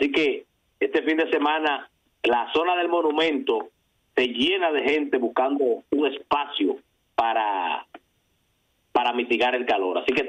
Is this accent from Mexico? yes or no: no; Monte Cristi, Dominican Republic; de donde yo nací, ahí en el Gómez, aquí, esa zona, son los mismos campitos que están en la zona costera de Montecristi